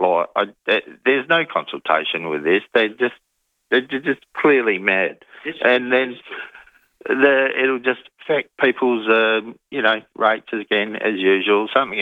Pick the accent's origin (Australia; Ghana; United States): Australia; Adelaide, South Australia; born there; If this council, Mitcham Council, they've grown up there all my life.